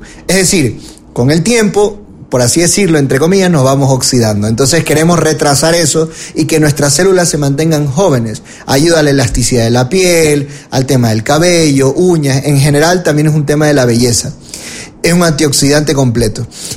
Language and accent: Spanish; Guayas, Ecuador; accent: guayaco; Sí, ya es mi acento guayaco que va muy rápido, ¿no?